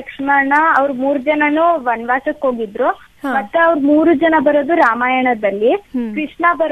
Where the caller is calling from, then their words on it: Katihalli, Karnataka, India; ನಾನು ಕಾಟಿಹಳ್ಳಿಯಿಂದ.